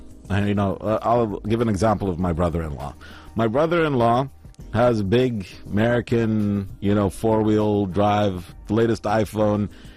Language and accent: English; Dhofar, Oman; first language Shehri (Jibbali); English is a second language; moved away; a video went viral of him coming down to my hometown. Speaking in my home language, Shahri or Jabali.